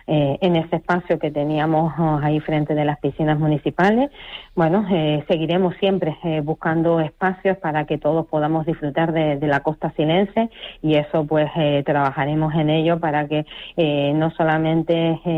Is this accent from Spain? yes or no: yes; Los Silos, Canary Islands, Spain